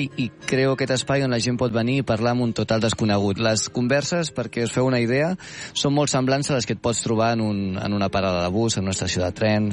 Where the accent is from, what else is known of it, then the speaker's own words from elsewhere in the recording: Barcelona, Catalonia, Spain; Sí, jo sóc de Sant Andreu.